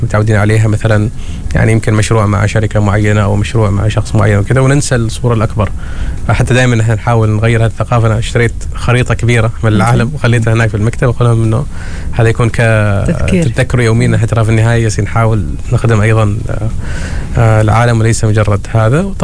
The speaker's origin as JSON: {"language": "Arabic", "country": "Oman", "said": "ونحن كشباب عمانيين"}